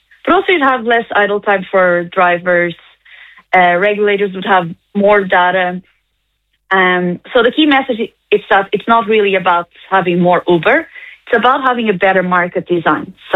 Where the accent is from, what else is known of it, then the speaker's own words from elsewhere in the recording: Lisbon, Portugal; now in Ireland; I am from Lisbon